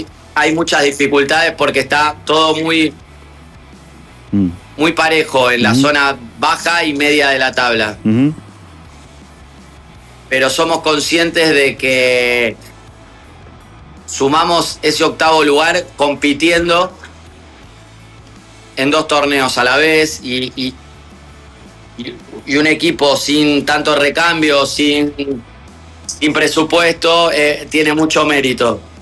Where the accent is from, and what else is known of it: Argentina